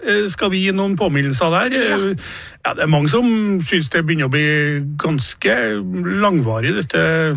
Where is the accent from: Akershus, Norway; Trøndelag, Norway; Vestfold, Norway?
Trøndelag, Norway; Men det er jo det jeg har sagt her som trønder, vet du, Pernille, Borander, det er jo at vi tåler jo regn, men ja. I Trøndelag så det blir jo så kaldt med en gang.